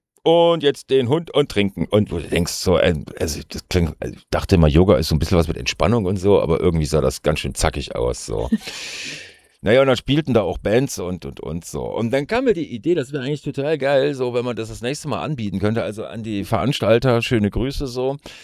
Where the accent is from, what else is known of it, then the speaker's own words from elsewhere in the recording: North Rhine-Westphalia, Germany; ich komme halt aus dem Ruhrpott